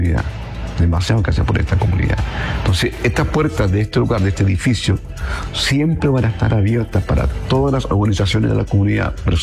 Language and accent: Spanish; Chile; moved away as an adult; now in Omaha, United States; soy chileno. Llegué a Omaha en el año 1999.